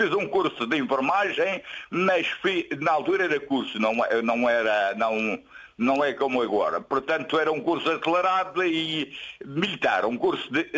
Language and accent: Portuguese; Madeira, Portugal; Eu sou madeirense e fui enfermeiro militar